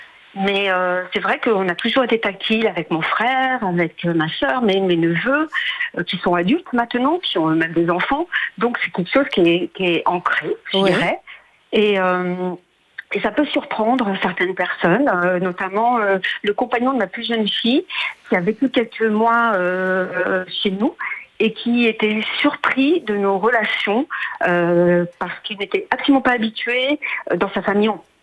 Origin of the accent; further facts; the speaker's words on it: Paris, Île-de-France, France; Non, parce que je suis parisienne à la base.